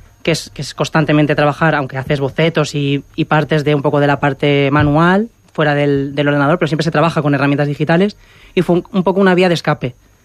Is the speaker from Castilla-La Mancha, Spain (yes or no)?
yes; Ciudad Real, Castilla-La Mancha, Spain; moved away as an adult; also born or lived in Madrid; yo desde que estoy en Madrid, bueno, estaba en Madrid, porque he vuelto hace cuestión de unos meses, desde enero estoy aquí en Ciudad Real otra vez, he vuelto a mi tierra natal